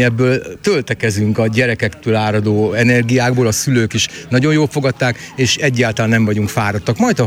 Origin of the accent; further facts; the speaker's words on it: Szeged, Csongrád-Csanád, Hungary; mi szegediek vagyunk, Szegedről jöttünk